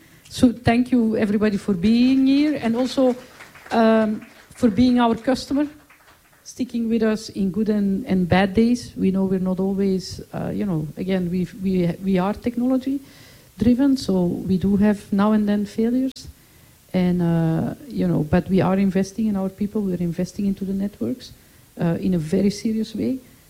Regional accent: Belgium; now in Turks and Caicos; I'm originally from Belgium, so I'm like a European type

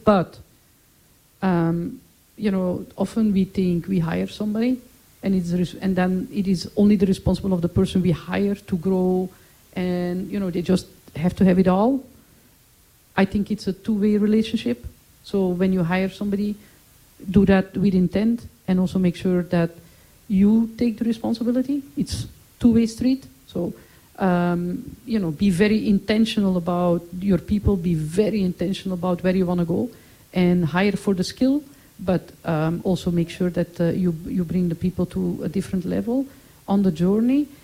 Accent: Belgium; now in Turks and Caicos; I'm originally from Belgium, so I'm like a European type

